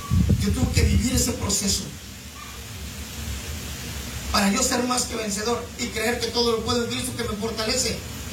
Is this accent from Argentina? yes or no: no; Mexico; Como buen mexicano, ya viejos.